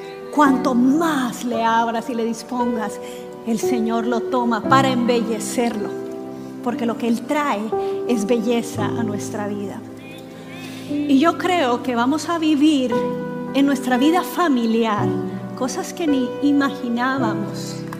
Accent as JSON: {"language": "Spanish", "town": "Barranquilla", "region": "Atlántico", "country": "Colombia", "said": "porque somos barranquilleros"}